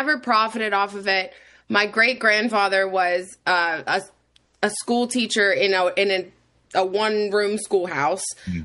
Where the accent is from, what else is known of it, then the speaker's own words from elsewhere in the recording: Wheeling, West Virginia, United States; I'm from Wheeling, West Virginia, home of the Capitol Music Hall, the Jamboree USA back in the day.